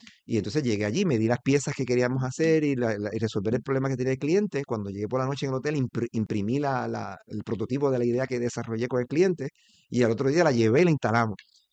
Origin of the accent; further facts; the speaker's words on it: Puerto Rico; Es lo que nos hace pensar que somos la NASA boricua.